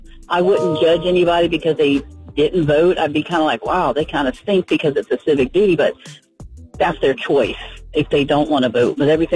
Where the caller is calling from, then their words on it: Green Cove Springs, Florida, United States; I'm calling from Green Coast Springs, Florida.